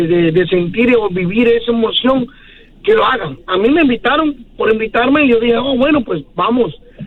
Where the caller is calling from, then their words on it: Mexico; yo soy mexicano.